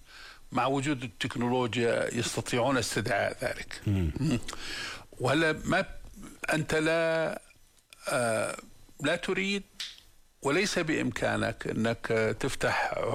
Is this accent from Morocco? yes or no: no; Aima, Tafilah Governorate, Jordan; كل الأشجار الحرجية اللي مزروعة حول قريتنا عيمة، احنا زرعناها واحنا طلاب